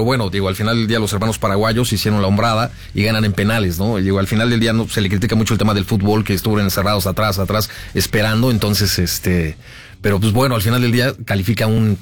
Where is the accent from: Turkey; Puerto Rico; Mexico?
Mexico; Yo como mexicano sí me prendía, ¿eh?